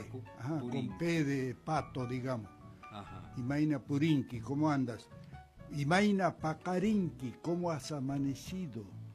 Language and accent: Spanish; Santiago del Estero, Argentina; Un cuentero, como decimos en Santiago.